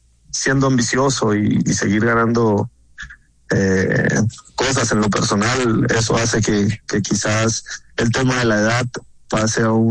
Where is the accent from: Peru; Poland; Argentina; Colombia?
Colombia; Sin embargo, pues como colombiano y como jugador de fútbol activo, tuve la ilusión y tuve el deseo de poder estar.